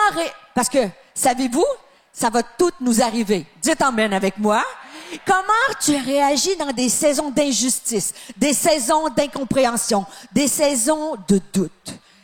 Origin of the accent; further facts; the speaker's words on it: Quebec, Canada; Non, moi, je suis pas française, je suis québécoise.